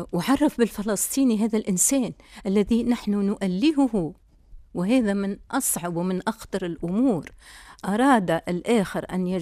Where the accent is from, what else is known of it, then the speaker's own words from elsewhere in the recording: Tunisia; also born or lived in Palestine; أنا تونسية وسأبقى تونسية